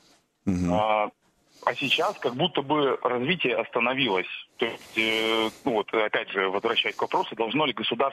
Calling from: Kaliningrad, Kaliningrad Oblast, Russia; я из Калининграда сам

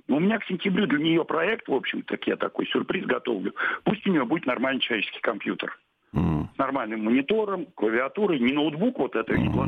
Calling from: Moscow, Russia; я из Москвы.

